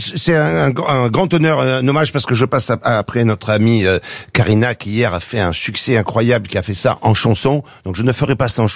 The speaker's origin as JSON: {"language": "French", "town": "Marseille", "region": "Provence-Alpes-Côte d'Azur", "country": "France", "said": "comme je suis marseillais"}